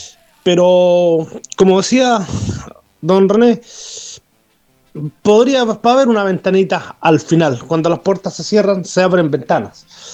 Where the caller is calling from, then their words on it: Collipulli, Araucanía, Chile; Muy buenas tardes … de Coyipulli.